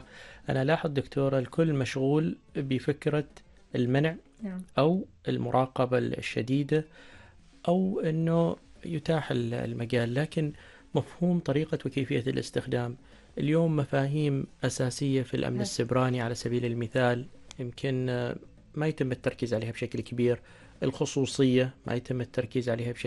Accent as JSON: {"language": "Arabic", "country": "Oman", "said": "قدمتنا نحن كعمانيين للعالم."}